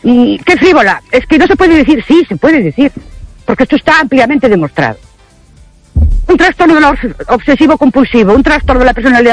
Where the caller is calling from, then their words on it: Ourense, Galicia, Spain; de Ourense